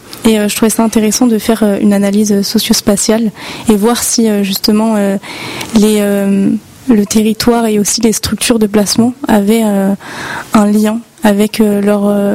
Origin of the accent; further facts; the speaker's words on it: Bourgogne-Franche-Comté, France; moi je viens de la Nièvre, donc un département, on va dire, très, très rural.